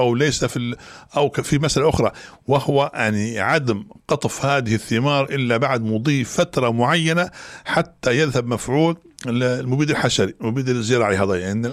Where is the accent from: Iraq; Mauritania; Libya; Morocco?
Libya; وحن كنا كليبيين